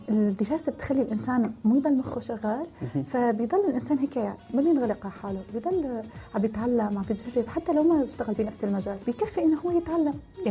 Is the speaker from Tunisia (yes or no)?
no; Syria; moved away as an adult; now in Turkey; أنا طلعت من سوريا مثلي مثل كل إحنا مواليد التسعينات، ما قدرت كفي جامعتي، أخذت البكالوريا طلعت لتركيا، ووالدي خاف علي أول ما جيت على تركيا